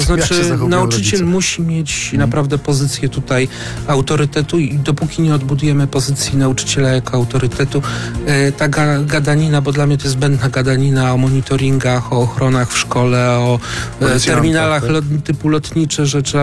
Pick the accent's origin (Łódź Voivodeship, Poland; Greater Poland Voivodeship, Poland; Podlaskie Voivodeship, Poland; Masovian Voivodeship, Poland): Łódź Voivodeship, Poland; Kutno; Ja jestem politykiem z Kutna, środek Polski.